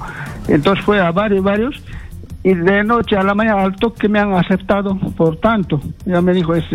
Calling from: Puerto Maldonado, Madre de Dios, Peru; No soy de acá, soy de Puerto Maldonado.

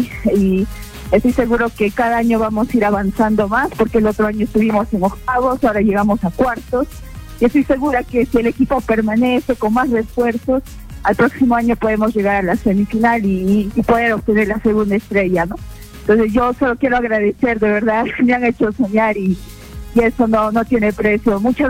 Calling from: Cusco, Peru; Justo desde Cusco, desde la Plaza de Armas de aquí.

